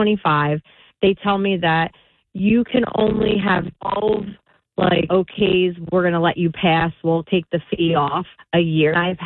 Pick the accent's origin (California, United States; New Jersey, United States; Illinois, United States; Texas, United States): New Jersey, United States; moved away as an adult; also born or lived in Staten Island, New York; now in Freehold, United States; So I used to live in Staten Island, and I moved to Jersey, but I'm originally from Jersey.